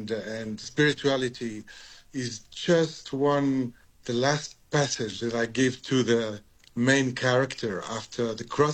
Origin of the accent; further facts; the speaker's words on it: Tunisia; English is a second language; now in South Africa; So as a Tunisian doctor, because I come from Tunisia, North Africa